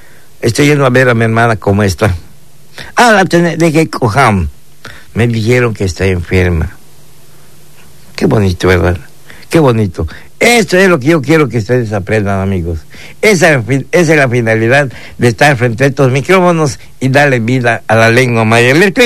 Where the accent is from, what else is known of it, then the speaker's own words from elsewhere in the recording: Yucatán Peninsula, Mexico; nosotros somos de aquí de la península de Yucatán, somos mayeros 100%